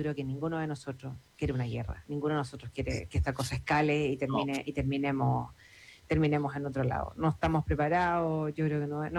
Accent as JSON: {"language": "Spanish", "country": "Chile", "said": "yo soy chilena."}